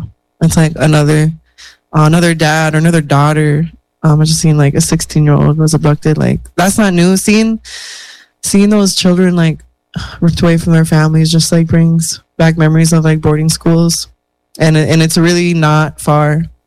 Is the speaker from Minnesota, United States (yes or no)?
yes; St. Michael, Minnesota, United States; I grew up in the Twin Cities in St. Michael.